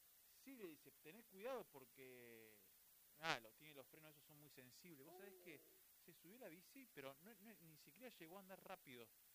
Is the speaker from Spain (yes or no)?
no; Patagonia, Argentina; moved away; allá en mi ciudad, en el sur, en la Patagonia.